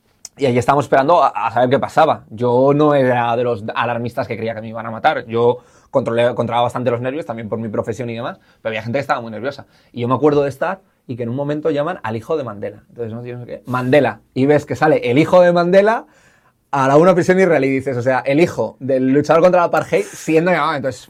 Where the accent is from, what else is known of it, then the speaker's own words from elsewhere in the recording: Spain; los españoles en general, porque fuimos una de las últimas nacionales en ser repatriadas